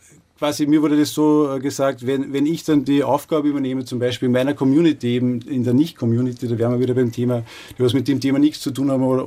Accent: Austria; Und das fängt ja an bei uns in Österreich, wie die ganzen Hilfsorganisationen Afrika darstellen.

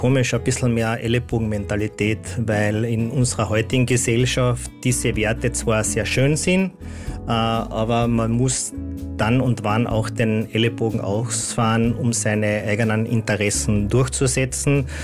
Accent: St. Veit an der Glan, Carinthia, Austria; moved away as an adult; also born or lived in Vienna; Meine Kindheit durfte ich in St. Veit an der Glan verbringen, bin dort auch zur Schule gegangen und habe dort auch am dortigen Gymnasium dann maturiert. Und im Anschluss an diese Matura ging es dann nach Wien.

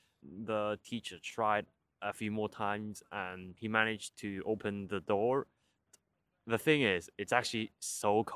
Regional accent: Hong Kong; English is a second language; now in United Kingdom; I'm from Hong Kong, and Hong Kong has a subtropical climate, which means it's quite hot in both summer times and winter times.

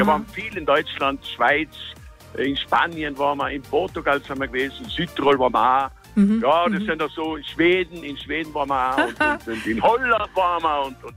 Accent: Kals am Großglockner, Tyrol, Austria; born there; weil wir sind, der Hans und ich sind eigentlich gebürtige Kalser.

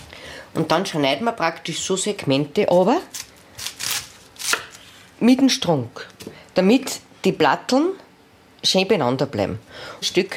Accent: Upper Austria, Austria; Weil bei uns im Mühlviertel, da hat es halt den Krautsalat gegeben, mit Speck abbrennt und zum Schluss nur ein Essig.

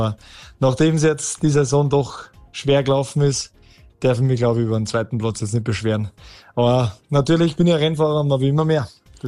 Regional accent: Schladming, Styria, Austria; ich bin aufgewachsen im Bikepark in Schladming

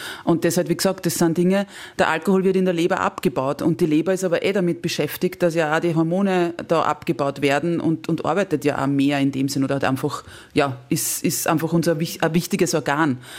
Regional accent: Lower Austria, Austria; Oder nicht gescheit gegessen, wie man bei uns in Niederösterreich sagt.

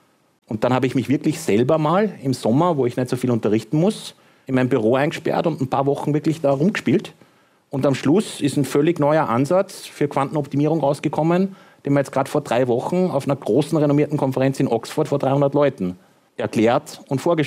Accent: Hagenberg, Upper Austria, Austria; born or raised there

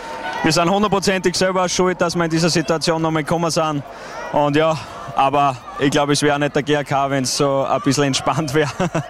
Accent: Upper Austria, Austria; Ja, ich als Oberösterreicher bin da daheim, das stimmt.

